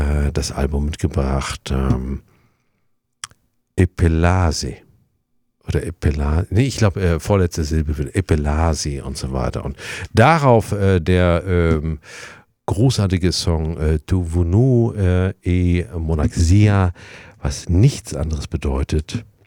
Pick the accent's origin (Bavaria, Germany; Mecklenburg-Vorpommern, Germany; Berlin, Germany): Mecklenburg-Vorpommern, Germany; weil wir gesagt haben, wir kommen aus Mecklenburg, was soll sein?